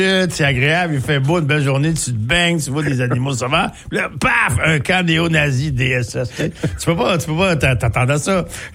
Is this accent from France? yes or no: no; Shawinigan, Quebec, Canada; moved away; Tu sais que je viens de Shawinigan.